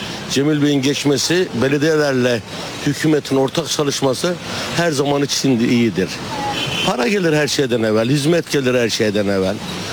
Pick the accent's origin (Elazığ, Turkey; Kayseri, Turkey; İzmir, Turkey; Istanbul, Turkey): İzmir, Turkey; Biz İzmirli olarak, bir liman kenti olarak çok daha fazlasını hak ediyoruz.